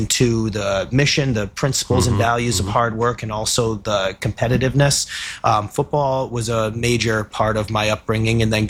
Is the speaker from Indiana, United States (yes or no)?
no; Westerly, Rhode Island, United States; I grew up in Wesley, Rhode Island. I grew up in a football family as well as a big football town.